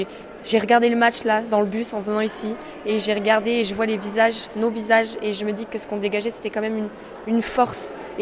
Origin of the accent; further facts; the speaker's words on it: Marseille, Provence-Alpes-Côte d'Azur, France; Alors, je suis marseillaise, alors je tiens à dire que je suis quand même très contente pour l'équipe de Paris parce que c'est une équipe française.